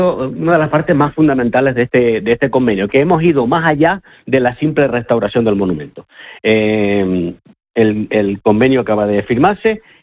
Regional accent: Canary Islands, Spain; yo soy de la zona, yo soy de San Miguel de Eneto

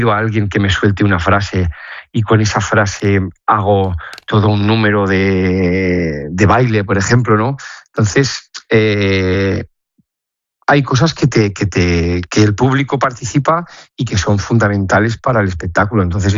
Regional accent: Region of Murcia, Spain; es que yo vengo de Murcia, que aquello es una bañera.

